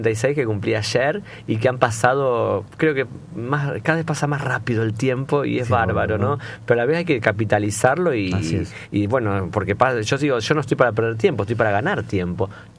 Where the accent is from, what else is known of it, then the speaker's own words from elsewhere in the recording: Rosario, Santa Fe, Argentina; yo como rosarina que soy, amo esta ciudad